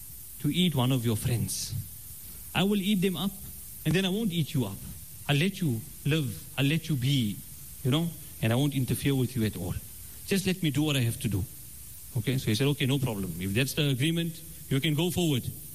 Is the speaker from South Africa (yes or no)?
yes; South Africa